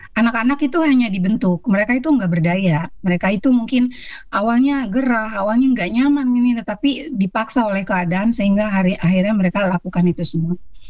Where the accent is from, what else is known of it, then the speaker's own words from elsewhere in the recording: West Sumatra, Indonesia; Saya orang Minang